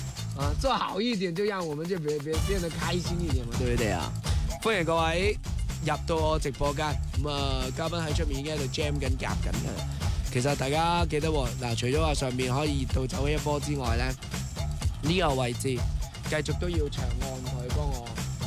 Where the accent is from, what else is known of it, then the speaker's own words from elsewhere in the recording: Guangdong, China; 我哋广东人内敛得嚟就好简单三个字